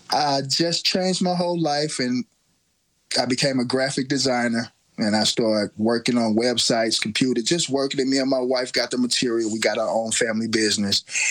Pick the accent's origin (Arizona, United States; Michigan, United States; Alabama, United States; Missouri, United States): Missouri, United States; St. Louis; moved away as an adult; now in Springfield, Illinois, United States; I'm from St. Louis, Missouri, the AKA the Lou.